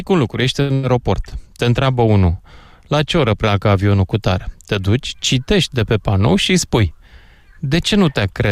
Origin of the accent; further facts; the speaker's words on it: Romania; moved away; Pe mine, ca român netrăitor aici, mă rănește să descoper o identitate falsă de câte ori mă întorc acasă